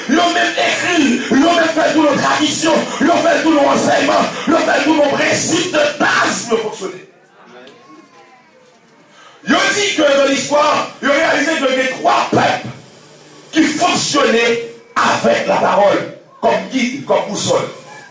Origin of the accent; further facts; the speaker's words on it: Cap-Haïtien, Nord, Haiti; Vous voyez, je suis du Nord, je suis capois.